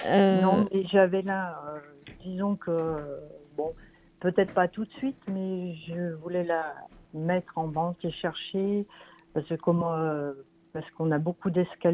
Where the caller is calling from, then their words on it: Auvergne-Rhône-Alpes, France; Du Puy-de-Dôme, vers Clermont-Ferrand.